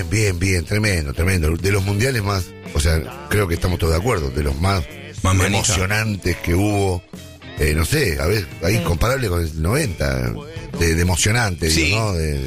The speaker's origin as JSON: {"language": "Spanish", "country": "Argentina", "said": "Muchachos, como argentinos, nosotros como argentinos tenemos que hacernos una pregunta."}